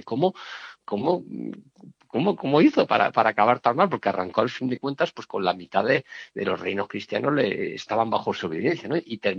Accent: Spain; nosotros como españoles

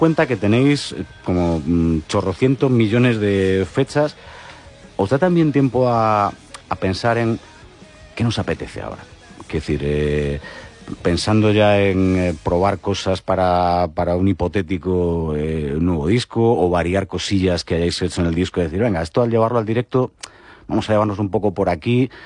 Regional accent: Pontevedra, Galicia, Spain; Yo es que soy de Pontevedra. Entonces, en el Náutico de San Vicente, pues por cercanía, uno va a veces y luego oye historias.

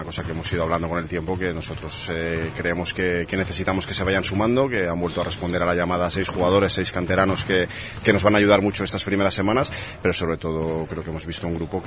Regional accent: Valladolid, Castile and León, Spain

